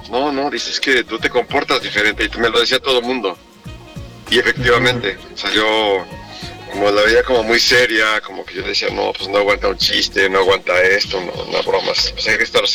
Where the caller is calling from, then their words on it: Mexico City, Mexico; Aquí de la Ciudad de México.